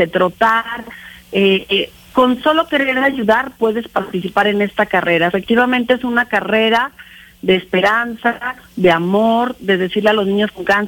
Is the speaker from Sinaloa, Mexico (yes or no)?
no; Zacatecas, Mexico; somos los zacatecanos